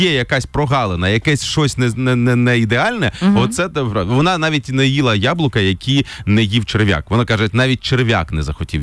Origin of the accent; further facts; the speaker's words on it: Kherson Oblast, Ukraine; born there; я як уродженець Херсонщини